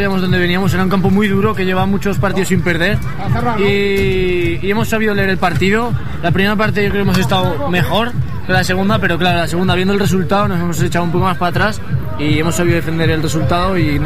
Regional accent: Monzón, Aragon, Spain; yo que soy de Monzón lo vivo como el que más

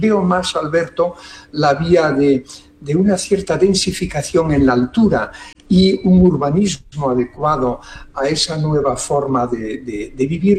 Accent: Galicia, Spain; yo soy gallego

